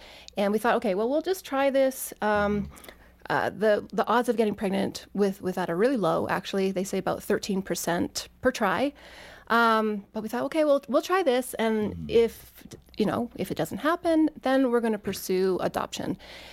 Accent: Edmonton, Alberta, Canada; now in Calgary, Canada; Oh, I grew up in Edmonton, Alberta, which is the capital, and I grew up in a typical Christian middle class family

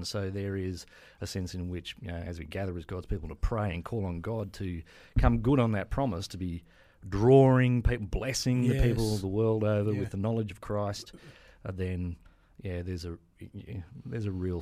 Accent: Wangaratta, Victoria, Australia; born there; also born or lived in Central Coast, New South Wales; now in Gosford, Australia; I was born in Victoria, in Wangaratta.

